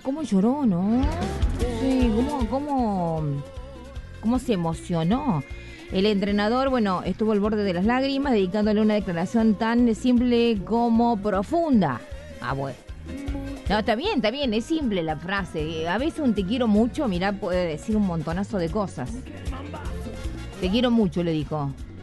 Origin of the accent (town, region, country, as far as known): Argentina